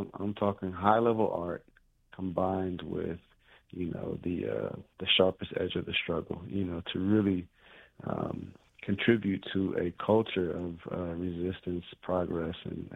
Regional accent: Washington, District of Columbia, United States; that I grew up in Eckington, over there in North Capitol and, Florida Ave

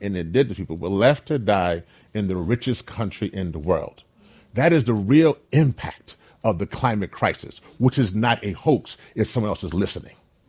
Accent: Louisiana, United States; born there; So I was born in Louisiana

